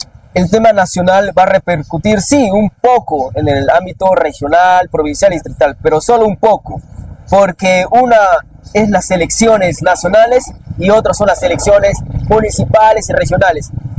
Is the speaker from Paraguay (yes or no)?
no; Peru; nosotros como peruanos sabemos que el Perú está dividido.